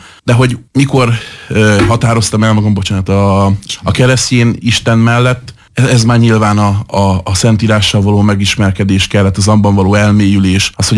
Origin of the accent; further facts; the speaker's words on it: Hungary; főleg itt Európában magyarként